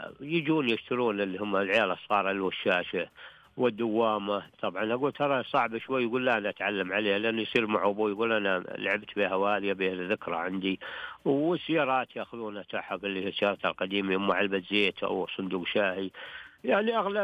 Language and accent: Arabic; Al-Qassim, Saudi Arabia; عندنا في القصيم